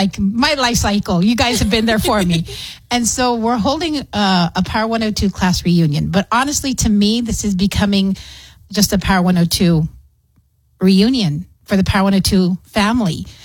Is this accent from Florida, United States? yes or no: no; El Paso, Texas, United States; I was born and raised here in El Paso, and I really love this community.